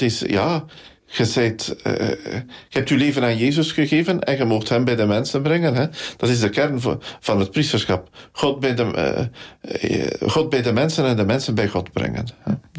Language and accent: Dutch; Nederasselt, Gelderland, Netherlands; born there; Ligt mijn hart daar nog altijd, hè, in mijn geboortedorp.